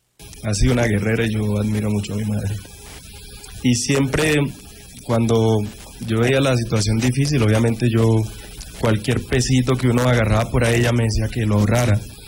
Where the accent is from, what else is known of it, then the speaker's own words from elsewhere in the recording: Necoclí, Antioquia, Colombia; moved away; Sí, mi niñez en Necoclí